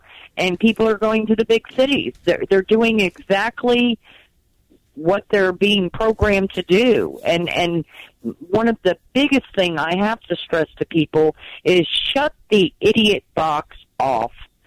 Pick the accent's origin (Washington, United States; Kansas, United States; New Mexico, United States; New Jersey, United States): New Jersey, United States; I'm from New Jersey. I've never gardened.